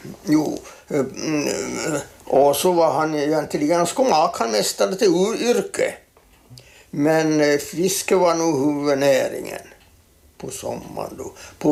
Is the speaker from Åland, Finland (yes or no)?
yes; Skobholm, Åland, Finland; born there; Ja, jag är född på Skobholm.